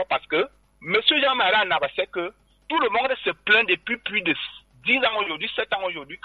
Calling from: Cameroon

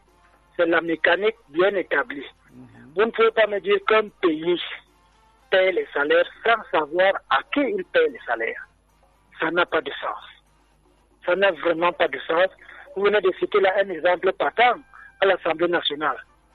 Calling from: Yaoundé, Centre, Cameroon; Oh, je suis à Essos.

